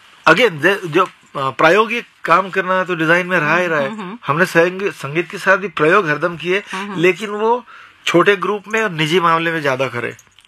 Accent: Maharashtra, India; मैं खास करके महाराष्ट्र में बड़ा हुआ पला हुआ, तो वहां पर मुझे अभंग में काफी रुचि रही है।

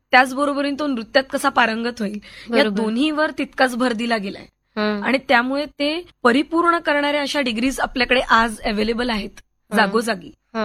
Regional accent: Nagpur, Maharashtra, India; मी नागपूरची आहे

